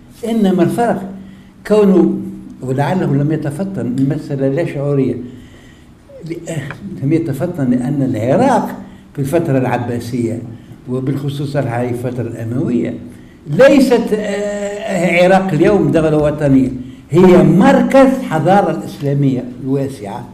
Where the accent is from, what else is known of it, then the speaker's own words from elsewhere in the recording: Tunisia; moved away as an adult; وأنا تونسي